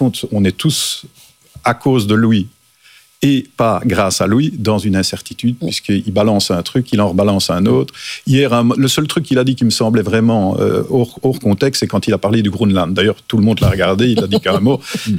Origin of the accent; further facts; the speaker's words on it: Belgium; Je vous avoue que moi, en tant que Belge, je suis très heureux.